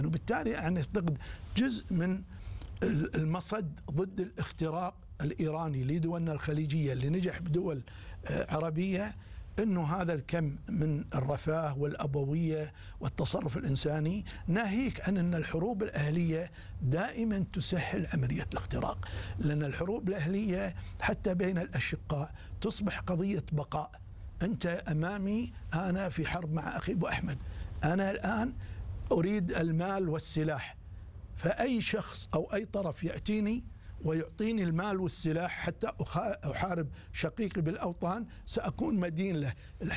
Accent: Kuwait; عندنا أبان الخلافات والتخندقات السياسية بالكويت

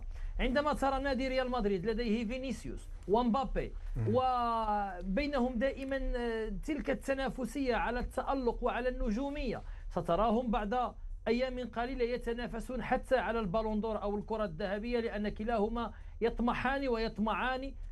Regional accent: Morocco; now in Barcelona, Spain; مغربي عادي.

